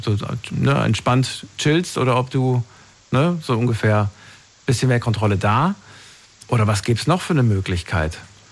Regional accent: Thuringia, Germany; born there; Ich bin in Thüringen geboren

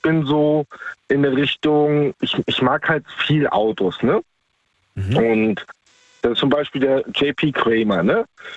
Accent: Baltic coast, Germany

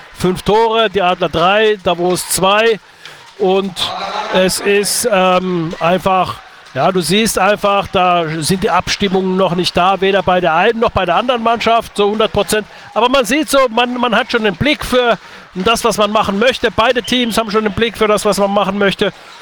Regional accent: Finland; Sage ich jetzt einfach als Finne über eine schwedische Stadt.

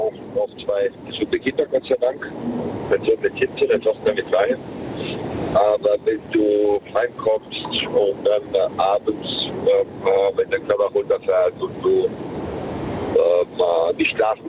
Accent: Worms, Rhineland-Palatinate, Germany; born there; Und ich bin zwar in Worms geboren, meine Eltern sind Sizilianer oder Emigranten gewesen damals.

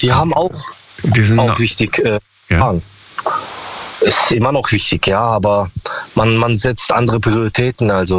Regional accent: Karlsruhe, Baden-Württemberg, Germany; Ich komme aus Karlsruhe.

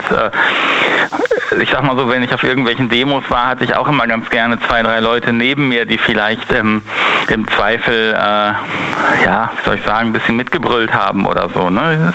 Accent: North Rhine-Westphalia, Germany; Schönen guten Abend, wir kennen uns. Ich komme aus dem Rhein-Sieg-Kreis.

